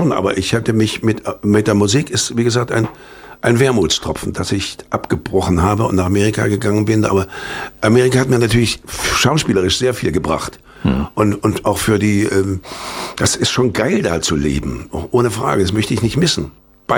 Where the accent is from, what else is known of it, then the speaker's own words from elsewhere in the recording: Germany; moved away; als ich abgehauen bin aus der DDR, mein erster Gang war aufs Konsulat